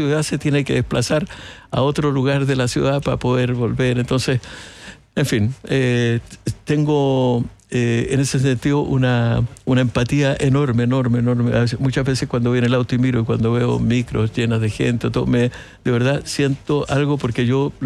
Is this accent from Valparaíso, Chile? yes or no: yes; Valparaíso, Chile; also born or lived in Madrid, Spain; Yo soy porteño, nací en Valparaíso, siempre amé al mar, y dije, bueno, siempre voy a buscar volver al mar, etc.